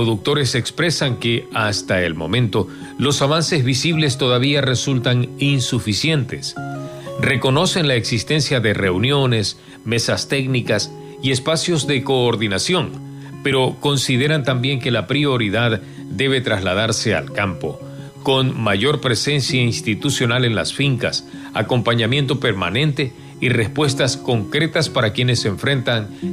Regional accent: Ecuador

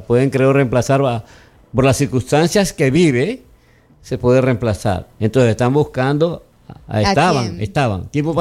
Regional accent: Portoviejo, Manabí, Ecuador; Mi padre, por si acaso, era de Colón. Yo soy de Puerto Viejo. Mi vieja, mi querida vieja, mi Teresita del alma, ella es de Santana

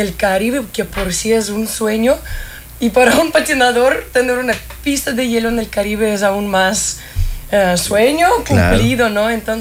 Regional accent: Russia; now in Cancún, Mexico; yo soy de Rusia

